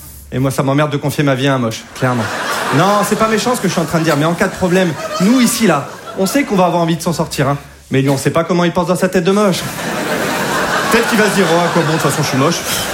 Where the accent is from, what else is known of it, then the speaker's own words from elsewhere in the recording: Hauts-de-France, France; now in Paris, France; Je suis pas de Paris à la base, moi je viens de Picardie.